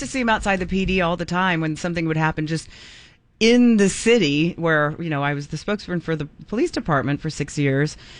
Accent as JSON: {"language": "English", "town": "Dallas", "region": "Texas", "country": "United States", "moved": "yes", "said": "and I haven't lived there in years, but I am from Dallas, and specifically that area"}